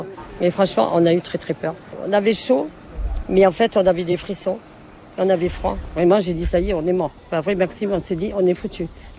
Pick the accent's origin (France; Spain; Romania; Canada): Spain; Los Gallardos, Andalusia; Même moi, quand je dis, je viens d'Andalousie, je disais pas Los Gallardos, parce que personne connaissait Los Gallardos.